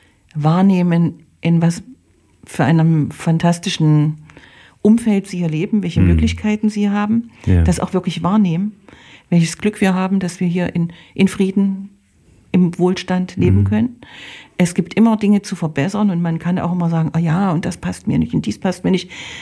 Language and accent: German; Germany; Also ich bin in der DDR groß geworden